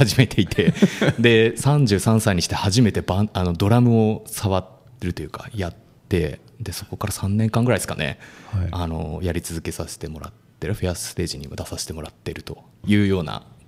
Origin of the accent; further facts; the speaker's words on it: Tokyo, Japan; あ、出身は、東京ですね。